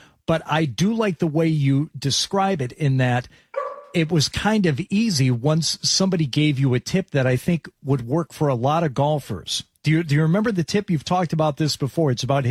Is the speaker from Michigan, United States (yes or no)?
yes; Detroit, Michigan, United States; I grew up in Detroit.